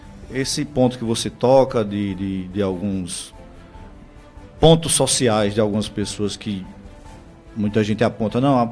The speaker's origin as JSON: {"language": "Portuguese", "country": "Brazil", "tie": "born or raised there", "also_born_or_lived": "the sertão", "said": "assim como eu sou oriundo do sertão, mas fui criado lá no Baixo Roger, um bairro periférico, ali de lado do campo do 11."}